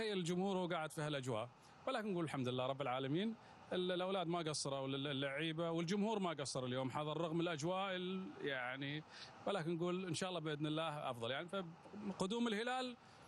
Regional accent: Eastern Province, Saudi Arabia; واحنا من اهل الشرقيه نتمنى اجواء افضل،

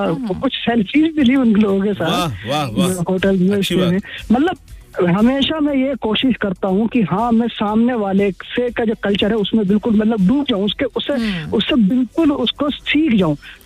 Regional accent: Okhla, Delhi, India; मैं उधर से हूँ, ओखला शाहीनबाग पास में है.

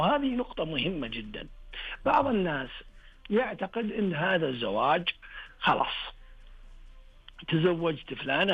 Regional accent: Saudi Arabia; الآن احنا كعوائل الحمد لله عرب ومسلمين وسعوديين،

